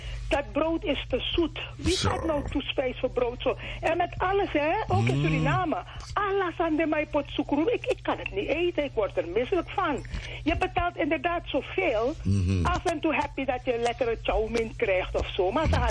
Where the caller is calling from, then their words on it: Roosendaal, North Brabant, Netherlands; met Roosendaal.